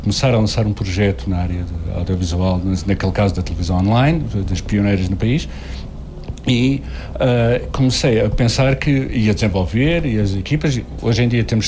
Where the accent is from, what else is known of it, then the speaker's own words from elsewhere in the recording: Faro, Portugal; Eu nasci em Faro, uhum. Não tive que nascer no hospital, mas sou loltano aqui do centro da cidade.